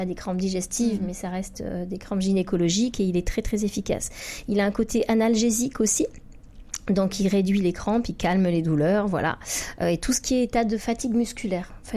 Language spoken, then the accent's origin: French; Provence-Alpes-Côte d'Azur, France; je suis provençale